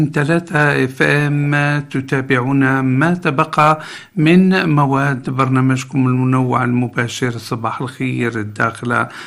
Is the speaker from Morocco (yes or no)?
yes; Morocco; بلادنا المغرب